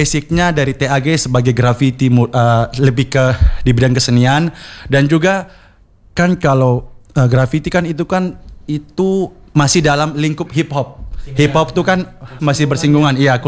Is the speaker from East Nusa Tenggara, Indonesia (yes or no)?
yes; Ende, East Nusa Tenggara, Indonesia; now in Kupang, Indonesia; saya asli dari ND, represent ND.